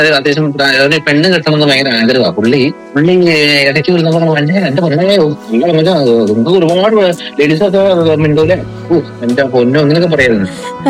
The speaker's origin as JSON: {"language": "Malayalam", "town": "Thommankuthu", "region": "Kerala", "country": "India", "tie": "born there", "said": "എന്റെ നാട്ടിൽ എന്റെ മമ്മിയുടെ വീടിനടുത്ത് തൊമ്മങ്കുത്തിൽ എന്റെ മമ്മിയുടെ വീട്"}